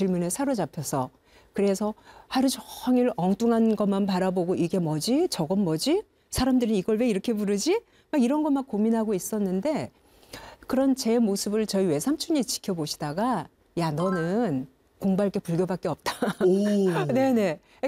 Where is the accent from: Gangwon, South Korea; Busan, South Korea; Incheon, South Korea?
Gangwon, South Korea; 제가 강원도 고향이 강원도인데